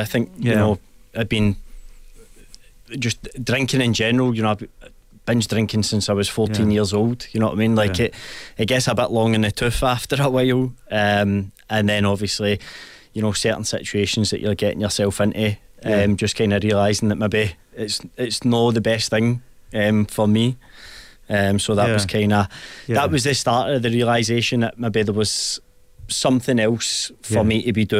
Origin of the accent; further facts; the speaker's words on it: Cumbernauld, Scotland, United Kingdom; now in Busselton, Australia; Cumbernauld holds a lot of fond memories for myself growing up there, you know, childhood memories and things like that.